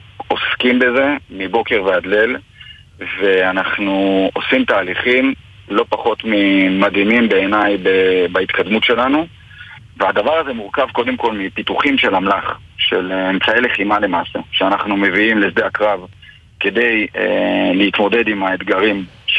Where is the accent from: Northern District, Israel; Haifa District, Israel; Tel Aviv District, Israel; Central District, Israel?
Central District, Israel; Lod; אני גדלתי בלוד